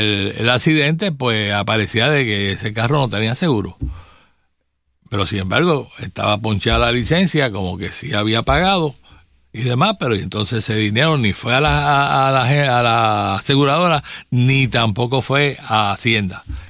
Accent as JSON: {"language": "Spanish", "country": "Puerto Rico", "said": "porque total, somos puertorriqueños, estamos en el mismo caldero"}